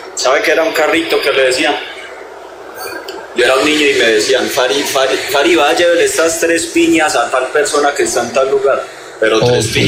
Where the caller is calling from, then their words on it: Itagüí, Antioquia, Colombia; Entonces yo soy de Itagüí, de Medellín.